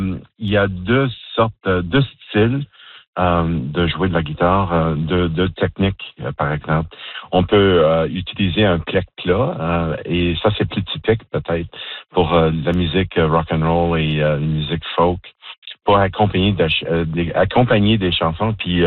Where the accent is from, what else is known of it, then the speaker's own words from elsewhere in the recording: Montreal, Quebec, Canada; depuis mon enfance à Montréal